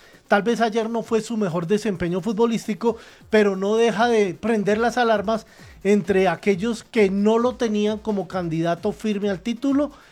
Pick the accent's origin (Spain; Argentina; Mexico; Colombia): Colombia; Creo que son los que se llevan los focos para nosotros como colombianos